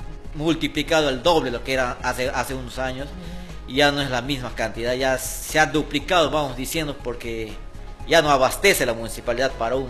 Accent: Tamshiyacu, Loreto, Peru; yo vengo representando a un pueblo, a un distrito muy querido, de repente ya conoces, es el distrito de Fernando Lores, soy tanchiaquino.

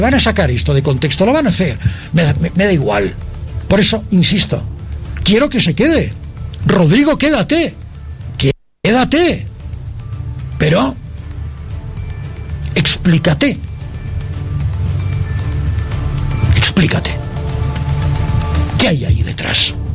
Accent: Bolivia

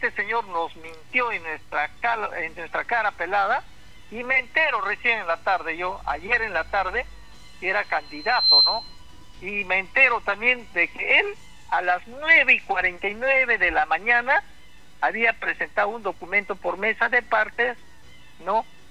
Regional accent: Peru; nosotros los peruanos

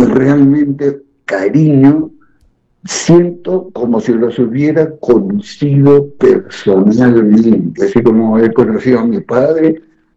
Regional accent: Tacna, Peru; born there; Y yo recuerdo, yo a Dios gracias nací en Tacna, pero muy bien me invitaron a y cuando regresé a Tacna a los 20 y tantos años, conocí a unos viejitos sabios y patriotas.

